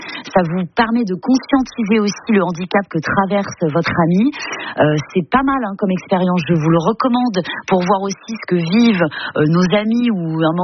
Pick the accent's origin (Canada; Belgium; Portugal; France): France; Brittany; comme chez moi en Bretagne